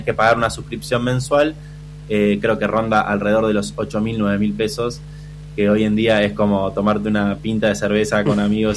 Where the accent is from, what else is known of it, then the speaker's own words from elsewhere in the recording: La Plata, Buenos Aires Province, Argentina; Nosotros somos de La Plata